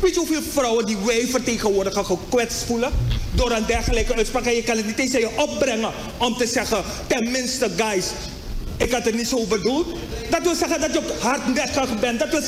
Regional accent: Suriname; wij als Surinamers

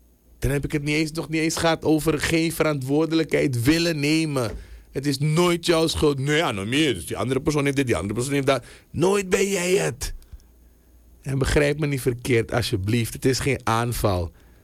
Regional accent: Suriname; Sommige dingen houden wij gewoon als Surinamers, als natie, als samenleving.

